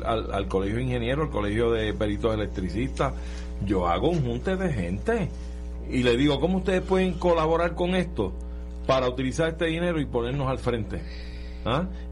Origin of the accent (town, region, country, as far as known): Puerto Rico